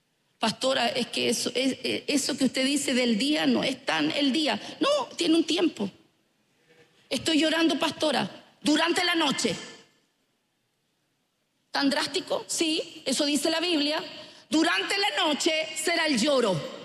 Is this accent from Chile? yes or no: yes; Chile; Es como cuando nosotros, como chilenos, lo expresamos: oye, no salí de una cuando entré en otra.